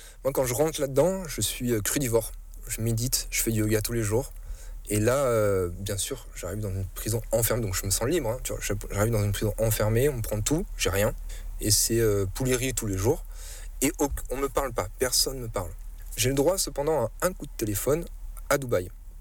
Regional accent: France; Pour rentrer chez moi en France. Donc j'ai pris un aller à Paris.

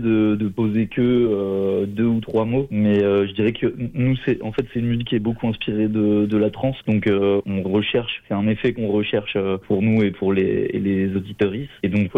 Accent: Toulouse, Occitanie, France; also born or lived in Normandy; On vient de Toulouse, on est tous de Toulouse, on habite à Toulouse, RPZ de 31.

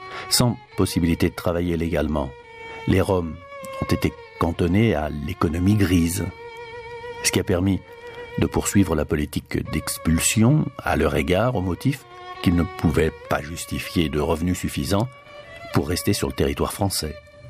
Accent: Paris, Île-de-France, France; born there; Quand j'étais jeune à Paris

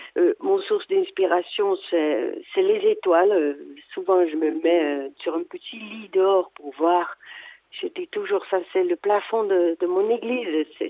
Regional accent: Amsterdam, North Holland, Netherlands; now in Saint-Jean-du-Pin, France; je suis née à Amsterdam. Je suis artiste peintre et j'habite à Saint-Jean-du-Pin, dans les Cévennes.

